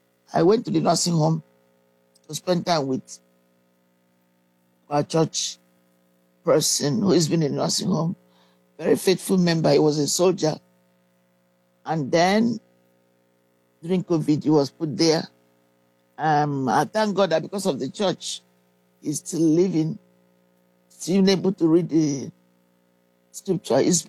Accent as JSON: {"language": "English", "country": "Nigeria", "tie": "born or raised there", "moved": "yes", "said": "I was raised in the Anglican Church in Africa, in Nigeria."}